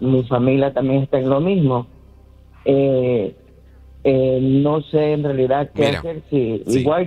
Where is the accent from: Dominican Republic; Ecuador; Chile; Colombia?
Ecuador; moved away; Yo en mi país, Ecuador, fui atentado, extorsionado.